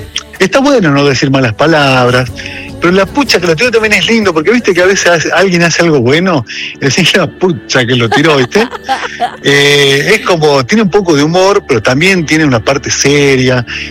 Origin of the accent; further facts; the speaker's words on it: Jujuy, Argentina; born there; also born or lived in Salta; Si, ajá, yo bien soy jujeño, sí, hincha del Lobo jujeño también.